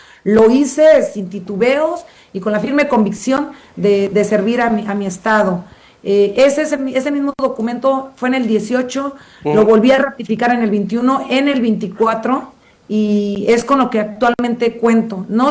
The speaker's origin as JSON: {"language": "Spanish", "town": "La Manga", "country": "Mexico", "said": "específicamente somos de La Manga, una comunidad de menos de 200 habitantes, que hasta hace 15 años no contábamos con luz eléctrica"}